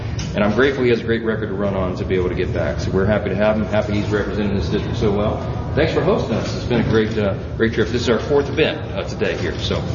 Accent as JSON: {"language": "English", "town": "Shreveport", "region": "Louisiana", "country": "United States", "tie": "born or raised there", "said": "my hometown in Shreveport, Louisiana, similar population in the municipal area, similar background. Some of the buildings look the same as in my part of the country"}